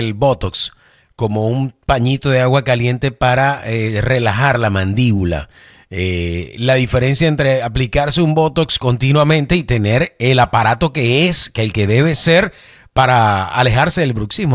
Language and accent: Spanish; Venezuela; Yo soy venezolano